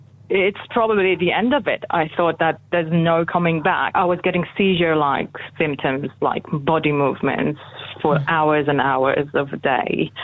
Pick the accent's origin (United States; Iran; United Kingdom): Iran; moved away as an adult; now in Australia; When I moved from Iran to Australia, I was almost 28 years old. Immigration is already very difficult. I immigrated by myself